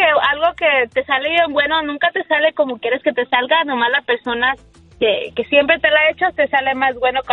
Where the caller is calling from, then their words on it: Guadalajara, Jalisco, Mexico; Somos de Guadalajara.